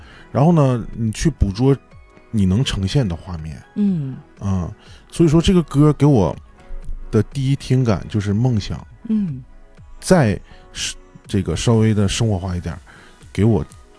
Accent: Changchun, Jilin, China; 我们长春的一些现在文旅的一些打卡地嘛，过去我小的时候在里面都是

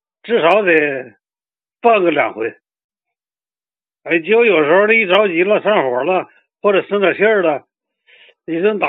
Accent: Anshan, Liaoning, China; 哎，我今年67了，是在辽宁鞍山的。

